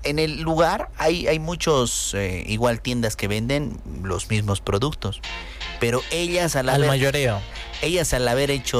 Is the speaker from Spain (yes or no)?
no; Senkata, La Paz, Bolivia; Yo, que soy de Sencata, voy a enamorar a la zona sur.